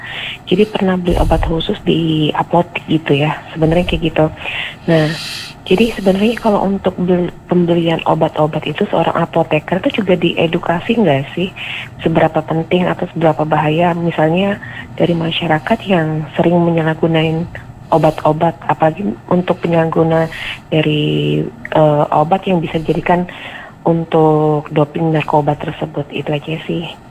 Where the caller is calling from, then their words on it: Palembang, South Sumatra, Indonesia; di Kenten nih, Mas.